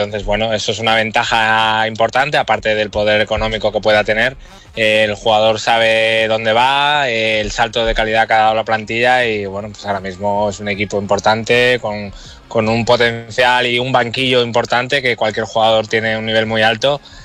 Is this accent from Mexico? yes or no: no; Málaga, Andalusia, Spain; para mí, siendo malagueño, habiendo jugado en la cantera y luego en el primer equipo